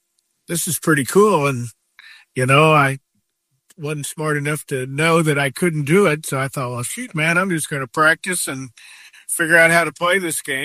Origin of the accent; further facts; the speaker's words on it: Cape Girardeau, Missouri, United States; I grew up in Cape Girardeau.